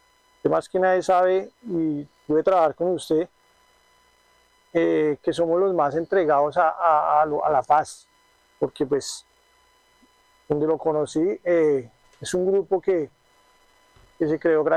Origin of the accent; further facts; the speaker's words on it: Colombia; nosotros los cuatro funcionarios que estamos acá somos pueblo, somos personas, somos colombianos.